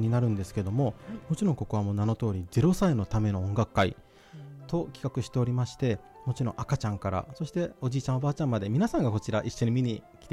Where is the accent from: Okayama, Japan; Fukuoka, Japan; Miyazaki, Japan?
Miyazaki, Japan; Nobeoka; 私も延岡出身として、この … さんのですね出演をとても嬉しく楽しみにしております。